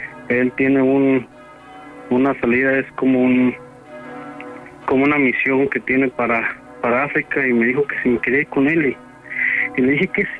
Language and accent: Spanish; Tezcatitlán, State of Mexico, Mexico; now in United States; Pues del sur del Estado de México, de un pueblito que se llama Tezcatitlán.